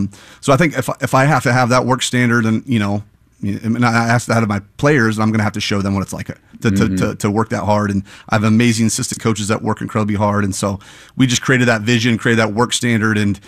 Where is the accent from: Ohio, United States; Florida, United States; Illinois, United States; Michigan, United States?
Ohio, United States; moved away as an adult; also born or lived in Tulsa, Oklahoma / Portland, Oregon; now in Kansas City, United States; I was born and raised in Ohio, so this is what I know. It's what I relate to, and so we love living in Kansas City.